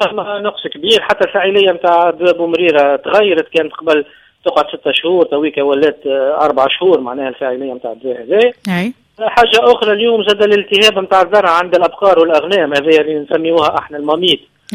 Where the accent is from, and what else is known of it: Tunisia